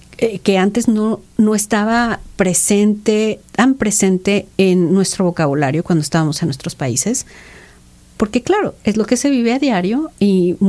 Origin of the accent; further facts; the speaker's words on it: Mexico; now in United States; bueno, soy latino, y en mi caso soy mexicana, y veo la diferencia entre las diferentes nacionalidades